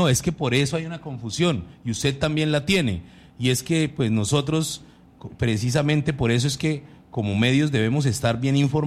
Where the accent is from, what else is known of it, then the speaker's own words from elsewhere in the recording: Colombia; Hoy somos colombianos